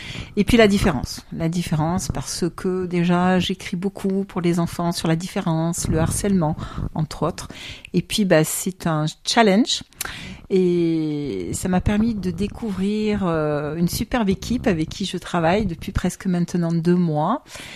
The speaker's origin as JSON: {"language": "French", "town": "Digne-les-Bains", "region": "Provence-Alpes-Côte d'Azur", "country": "France", "tie": "born or raised there", "said": "Déjà, je suis née à Digne. 4e génération, et c'est aussi pour ça que j'ai accepté, parce que c'est ma ville, c'est ma ville de naissance, la ville de naissance de mes parents, grands-parents, papa, maman"}